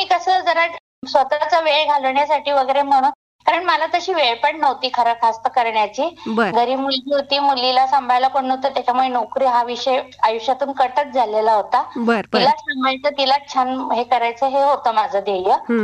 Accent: Akola, Maharashtra, India; also born or lived in Mumbai; मी मूळची अकोल्याचीच आहे, माझं माहेर सासर सगळं अकोल्याचंच आहे. मी मध्यंतरी काही कालावधी मुंबईला होती, त्यानंतर परत अकोल्याला आलेली आहे.

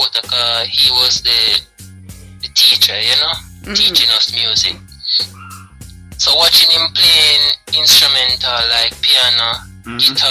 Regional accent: Mandeville, Manchester Parish, Jamaica; I'm from Mandeville.

